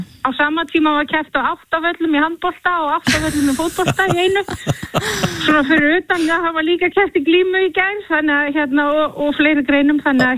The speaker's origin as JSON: {"language": "Icelandic", "town": "Kópavogur", "region": "Capital Region", "country": "Iceland", "tie": "born or raised there", "said": "Ég nú bara aln upp í íþróttarhreyfingunni í Kópavogi í fimleikahreyfingunni hjá Gesplu"}